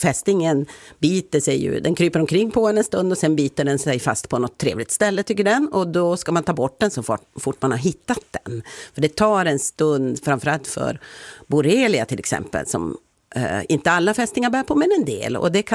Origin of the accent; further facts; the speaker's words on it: Piteå, Norrbotten County, Sweden; now in Västerbotten, Sweden; När jag var barn och växte upp i Piteå